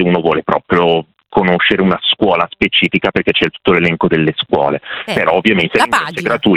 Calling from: Milan, Lombardy, Italy; Milano, sono in Porta Romana

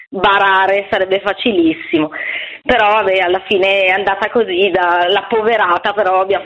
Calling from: Bergamo, Lombardy, Italy; Sono da Bergamo.

